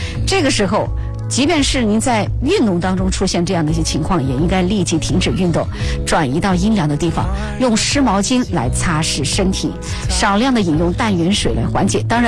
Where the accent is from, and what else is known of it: Chongqing, China